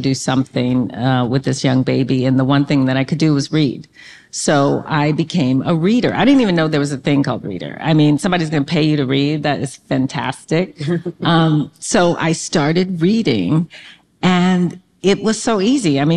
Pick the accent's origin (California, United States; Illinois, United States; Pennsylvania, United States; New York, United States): California, United States; Inglewood; I grew up in Inglewood.